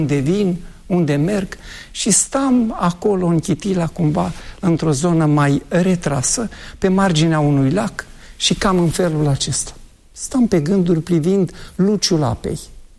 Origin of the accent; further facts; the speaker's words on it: Argeș, Romania; din județul Argeș, de unde sunt eu de fel, dintr-o localitate între Pitești și Slatina. Pe acolo, pe undeva, este o localitate rurală, acum și cu Biserica Adventistă